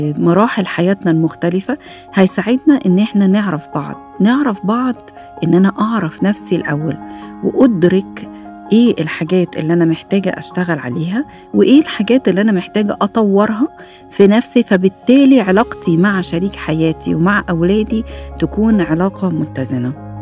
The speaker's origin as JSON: {"language": "Arabic", "country": "Egypt", "said": "خصوصا عندنا في مصر هنا، اللي فات مات"}